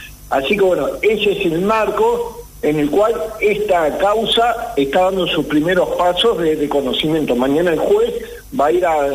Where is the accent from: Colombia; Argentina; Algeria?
Argentina; Concepción del Uruguay, Entre Ríos; yo como vecino de Entre Ríos que soy de Concepción del Uruguay